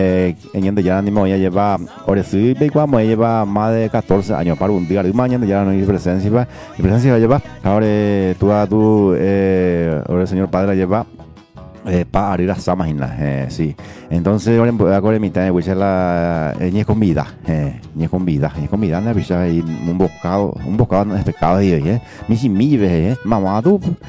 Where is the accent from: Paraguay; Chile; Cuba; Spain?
Paraguay; como buen paraguayo, paraguaya que somos